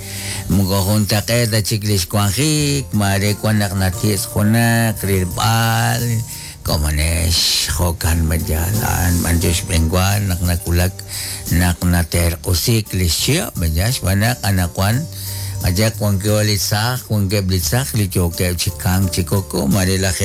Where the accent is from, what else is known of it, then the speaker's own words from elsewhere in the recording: Guatemala; para que no nos olvidemos de que somos guatemalteco al 100. Guatemalteco de corazón, donde quiera que vayamos